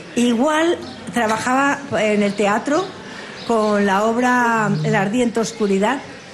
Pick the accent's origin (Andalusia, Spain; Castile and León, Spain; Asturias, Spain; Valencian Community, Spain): Andalusia, Spain; Granada; De Granada. Nació en Fuentevaqueros, yo soy granadina y tal.